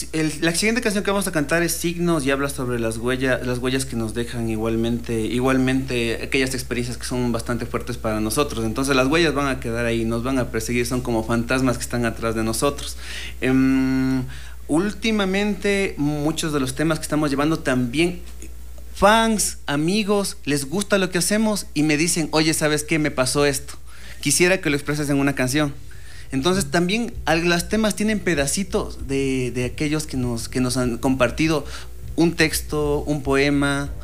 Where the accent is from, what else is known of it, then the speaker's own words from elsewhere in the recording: Latacunga, Cotopaxi, Ecuador; somos de la Tacunga.